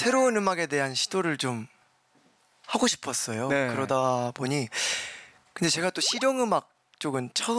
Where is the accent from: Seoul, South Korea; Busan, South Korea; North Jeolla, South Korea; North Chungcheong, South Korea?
North Jeolla, South Korea; Namwon; 전북 남원이 지금.